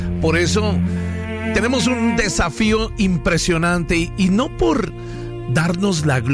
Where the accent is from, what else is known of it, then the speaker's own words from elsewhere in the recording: Colombia; somos compatriotas, somos colombianos y aquí estoy para ayudar.